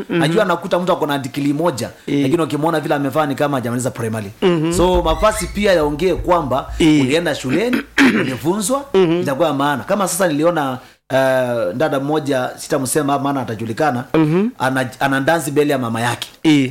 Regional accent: Kenya; sisi ni wa Kenya

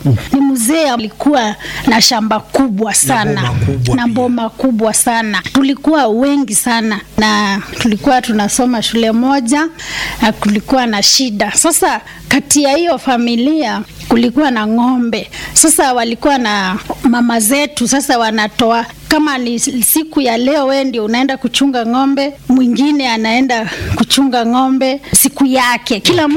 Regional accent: Machakos County, Kenya; nimeokoka. Yesu ni Bwana, ni mwokozi wa maisha yangu. Nimezaliwa Chawalia, iko Machakos.

